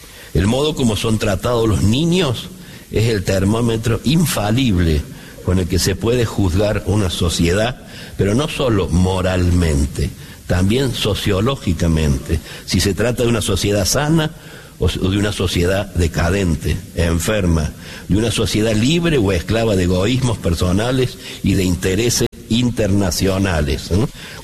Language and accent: Spanish; Argentina; Es muy triste, como argentinos